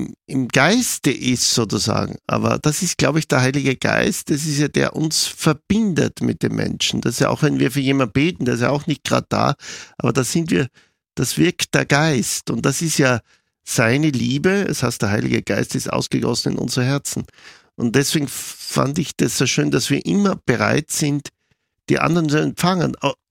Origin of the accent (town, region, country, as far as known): Styria, Austria; born or raised there